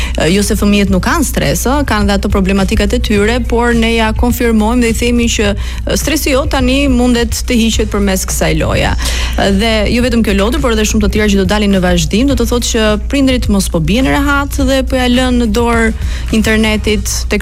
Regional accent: Berat, Berat County, Albania; Jo, unë jam nga Berati.

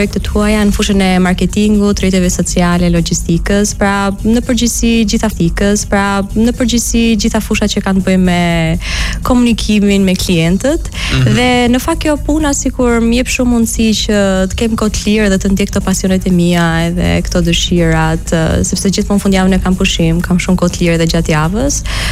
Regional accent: Tirana, Tirana County, Albania; Jam lindur rritur këtu, kështu që po, s'kish përjarën e kam nga Dibra.

